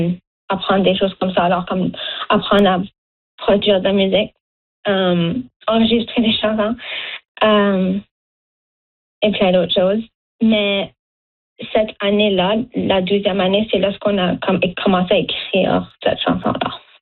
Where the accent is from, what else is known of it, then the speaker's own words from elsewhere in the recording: Dartmouth, Nova Scotia, Canada; also born or lived in Chéticamp; même si je viens pas de Chéticamp, ben je viens de Chéticamp, mais je viens de Dartmouth